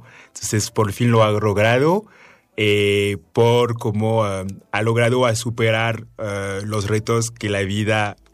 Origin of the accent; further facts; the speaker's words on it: France; born there; Spanish is a second language; moved away; papás nacieron en Camerún, y ahí hay como varias etnias, como más de 200. Y emigraron a Francia, donde yo nací.